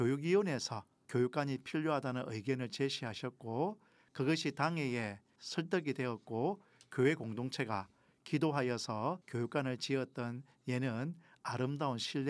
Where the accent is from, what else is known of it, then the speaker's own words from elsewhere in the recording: Goseong, South Gyeongsang, South Korea; also born or lived in New Zealand; now in Gyeongju, South Korea; 경주가 고향이 아닙니다. 경남 고성이 저의 고향입니다.